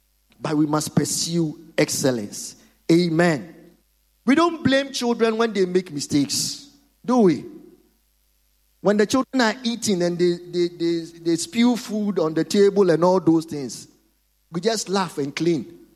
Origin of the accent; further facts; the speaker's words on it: Ghana; I'm a Ghanaian, a proud one.